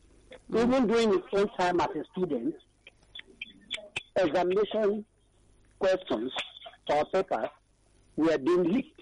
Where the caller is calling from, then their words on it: Nigeria; I'm calling from Abarangeni.